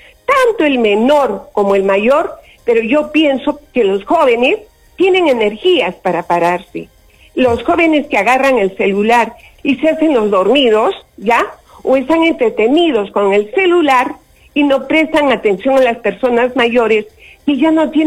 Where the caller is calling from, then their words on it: Arequipa, Peru; yo soy arequipeña.